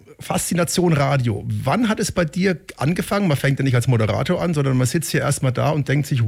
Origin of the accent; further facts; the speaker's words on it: Würzburg, Bavaria, Germany; Ich komme ja aus Würzburg, da gab es das AFM, Armed Forces Network